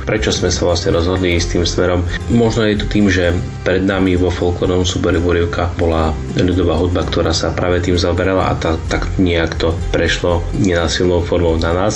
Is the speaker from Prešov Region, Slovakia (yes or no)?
yes; Vranov District, Prešov Region, Slovakia; pochádzam z okresu Vranov a do Zamutova mám veľmi blízko.